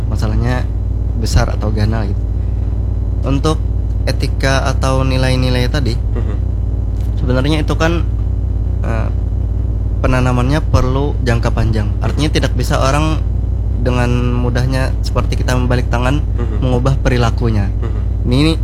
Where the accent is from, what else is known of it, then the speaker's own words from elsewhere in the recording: Banjar, South Kalimantan, Indonesia; kita sebagai orang Banjar, sebagai orang Kalimantan